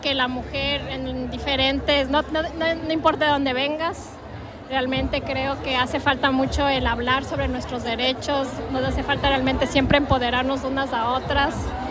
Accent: Ecuador; now in Switzerland; yo vengo de Ecuador. Vivo la segunda vez por aquí en Suiza hace 6 años.

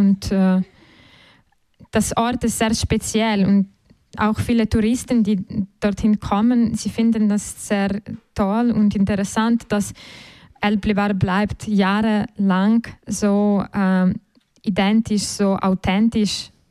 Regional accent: Western Ukraine, Ukraine; moved away; in der Ukraine, woher ich komme, aus dem Westenteil

